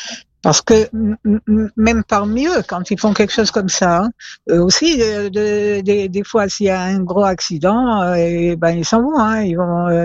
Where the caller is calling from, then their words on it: Jerusalem, Jerusalem District, Israel; J'habite à Jérusalem